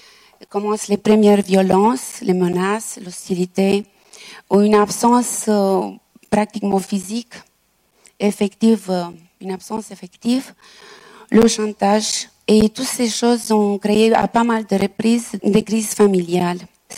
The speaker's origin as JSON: {"language": "French", "region": "Transylvania", "country": "Romania", "tie": "born or raised there", "said": "je suis originaire de Transylvanie"}